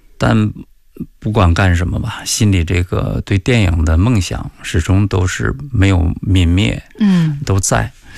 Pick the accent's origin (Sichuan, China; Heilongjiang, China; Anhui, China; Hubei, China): Heilongjiang, China; Qiqihar; 我在小的时候是跟父亲在文化宫长大的，我们齐齐哈尔有工人文化宫，